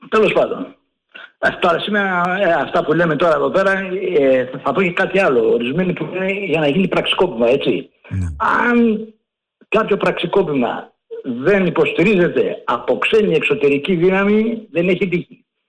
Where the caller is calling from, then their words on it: Athens, Attica, Greece; από Πατήσια.